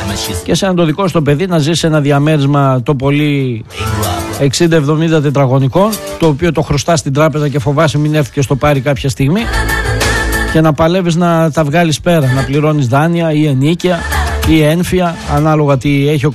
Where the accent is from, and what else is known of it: Greece